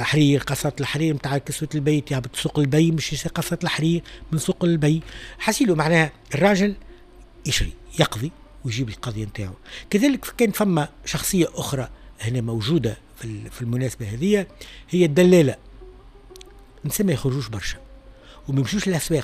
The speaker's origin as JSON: {"language": "Arabic", "country": "Tunisia"}